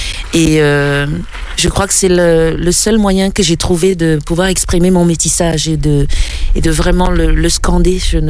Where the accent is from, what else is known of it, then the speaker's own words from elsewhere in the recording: Cameroon; first language French; ma langue maternelle c'est le français, parce qu'au Cameroun on parle, le Cameroun est un pays bilingue, anglais-français, plus les dialectes.